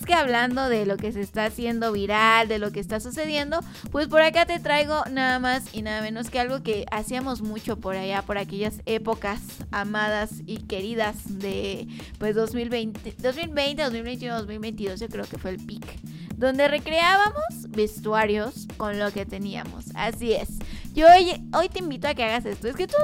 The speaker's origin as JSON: {"language": "Spanish", "country": "Mexico", "said": "No, soy un mexicano."}